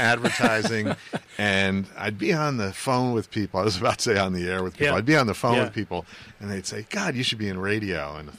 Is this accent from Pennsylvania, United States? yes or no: yes; Bethlehem, Pennsylvania, United States; moved away; I grew up in Bethlehem.